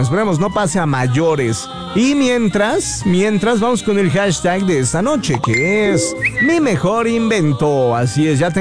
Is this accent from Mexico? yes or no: yes; Mexico; sabiendo que pues, yo soy mexicano, ¿no? Y que venían a México a una convención